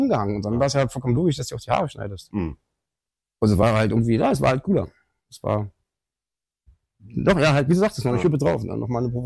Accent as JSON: {"language": "German", "region": "Berlin", "country": "Germany", "tie": "born or raised there", "said": "Geboren in Schöneberg, groß geworden in Kreuzberg."}